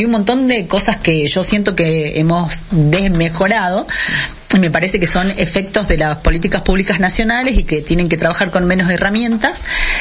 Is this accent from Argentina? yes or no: yes; Animaná, Salta, Argentina; yo soy de los Valles Cachaquíes